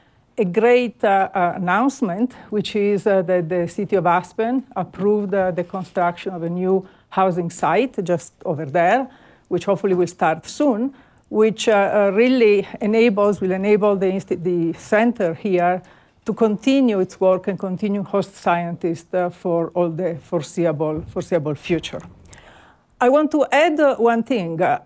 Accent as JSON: {"language": "English", "country": "Italy", "tie": "born or raised there", "second_language": "English", "moved": "as an adult", "lives_now": "United States", "said": "As I'm sure you can tell, I grew up in Italy."}